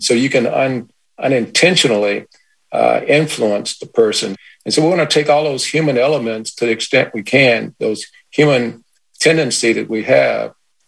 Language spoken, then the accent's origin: English; Chicago, Illinois, United States; I grew up in Chicago in the 60s doing integration